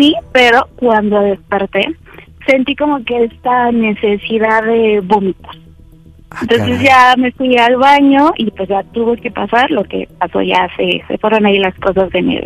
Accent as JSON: {"language": "Spanish", "region": "Mexico City", "country": "Mexico", "said": "Tengo 30 años, soy de la Ciudad de México."}